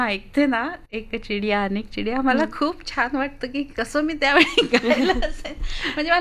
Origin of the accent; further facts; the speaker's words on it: Maharashtra, India; कारण मी मराठी असल्यामुळे आणि मराठी माध्यमातून मी शिकल्यामुळे हिंदीचा एवढा अभ्यास नव्हता माझा